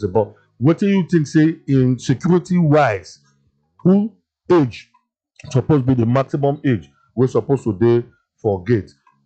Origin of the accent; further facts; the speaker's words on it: Jos, Plateau, Nigeria; say I come from Jos, but I don't let that just my ear fool.